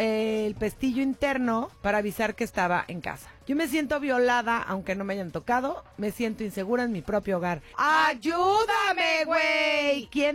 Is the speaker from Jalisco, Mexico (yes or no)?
no; Mexico City, Mexico; Pero es que yo sí crecí en la Ciudad de México, muchachos, como les explico.